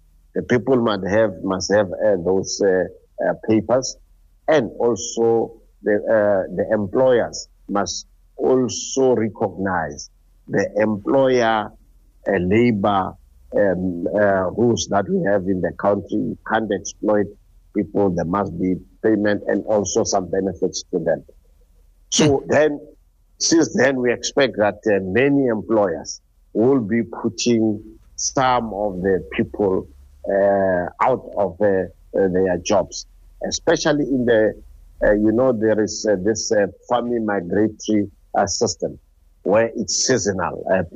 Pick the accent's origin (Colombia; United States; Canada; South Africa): South Africa; as South African